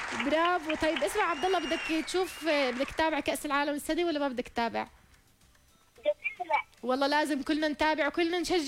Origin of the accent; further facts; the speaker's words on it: Jordan; هو في اكثر من نادي عندنا في الاردن